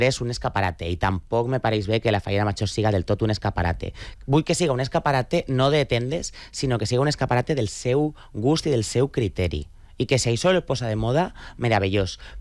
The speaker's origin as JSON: {"language": "Catalan", "region": "Valencian Community", "country": "Spain"}